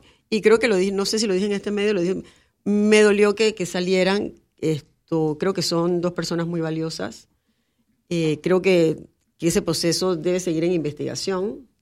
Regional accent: Panama; todos somos panameños.

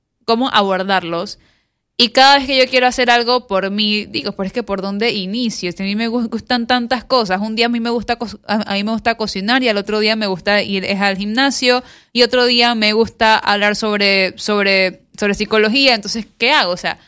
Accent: Colón, Panama; moved away as an adult; now in Panama City, Panama; Yo soy de Colón y bueno, yo me mudo a Panamá a los 18 años con mi hermana.

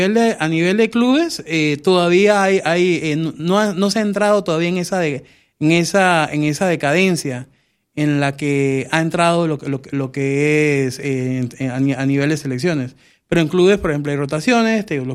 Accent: Costa Rica; now in Panama; yo soy de Costa Rica.

